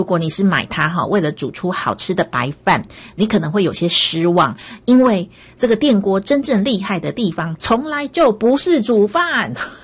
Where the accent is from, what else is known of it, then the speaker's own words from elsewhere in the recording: Taiwan; 跟我们台湾人一样嘛，每天还是要吃饭啊